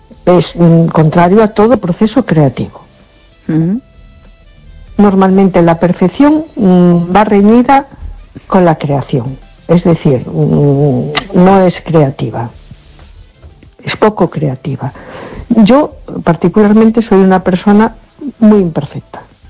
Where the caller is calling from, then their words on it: A Coruña, Galicia, Spain; de Coruña.